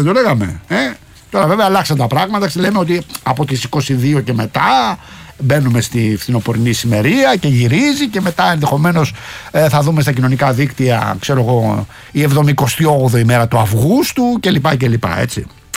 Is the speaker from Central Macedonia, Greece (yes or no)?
no; Rafina, Attica, Greece; Και στην πατρίδα μου, στη Ραφίνα.